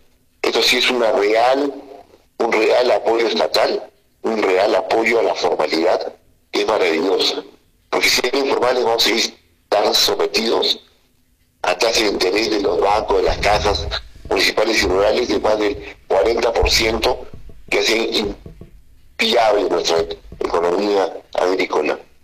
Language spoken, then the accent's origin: Spanish; Peru; como ciudadanos y como peruanos